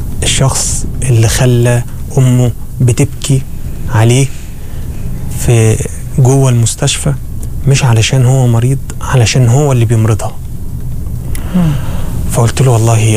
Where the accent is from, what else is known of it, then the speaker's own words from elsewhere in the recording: Egypt; now in Oman; عندنا في مصر